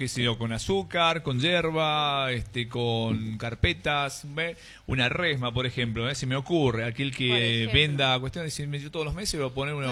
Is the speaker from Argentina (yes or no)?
yes; Olta, La Rioja, Argentina; soy de acá, de Olta